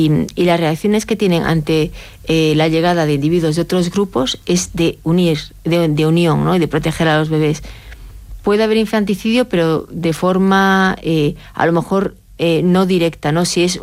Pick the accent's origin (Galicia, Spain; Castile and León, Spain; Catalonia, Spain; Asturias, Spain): Galicia, Spain; Yo lo describo muchas veces como yo soy gallega, ¿no? los gallegos estamos en Galicia, bueno, yo no estoy en Galicia ahora, pero tenemos un, no tengo mucho acento, pero yo antes tenía acento.